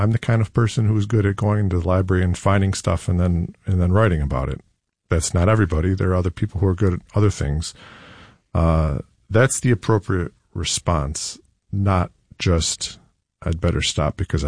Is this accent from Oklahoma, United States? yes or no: no; Penfield, New York, United States; I have a similar background to Shane. I grew up in Penfield, and in my own path, I kind of came to that same moment. I grew up in a more or less homogenous community